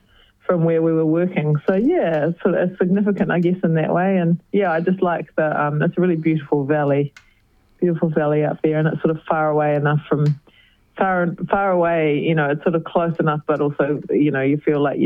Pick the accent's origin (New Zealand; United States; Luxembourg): New Zealand; Westport, West Coast; now in Lyttelton, New Zealand; That's right. I grew up on the West Coast. Yeah, I grew up just outside of Westport. Yeah.